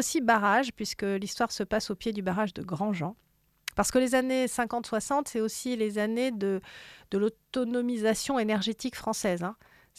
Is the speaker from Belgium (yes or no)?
no; Langogne, Occitanie, France; moi j'ai grandi, tu sais, en Lozère, à Langogne